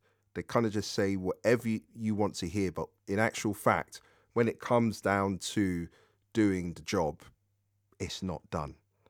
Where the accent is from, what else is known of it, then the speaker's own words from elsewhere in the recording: London, United Kingdom; So I'm a Londoner.